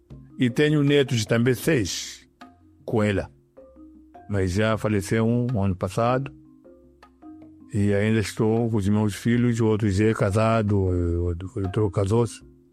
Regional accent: Mozambique; now in Tanzania; já eu fico como tanzaniano, mas enquanto não, eu sou moçambicano.

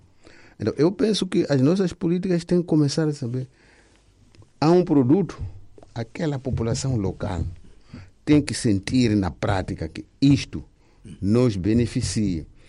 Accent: Mozambique; Eu sou natural de Mxanguentaba.

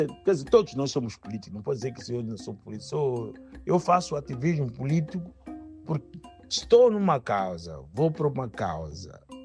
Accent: Mozambique; Bem, como moçambicano também, para dizer que o sangue do moçambicano, dá cor sempre nas minhas veias.

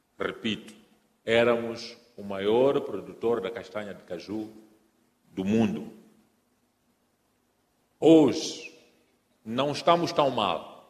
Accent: Mozambique

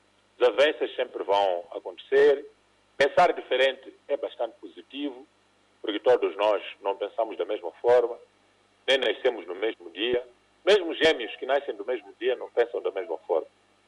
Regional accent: Mozambique; Somos todos irmãos, moçambicanos

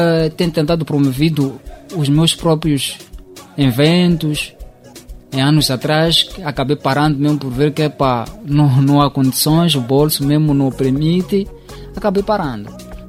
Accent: Nyarim, Inhambane, Mozambique; also born or lived in Quilundo; now in Maputo, Mozambique; Eu sou natural de Nyarim, sim. Uhum. Fui nascido em Quilundo, Zavala.

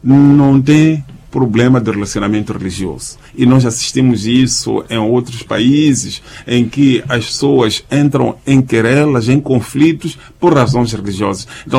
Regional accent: Mozambique

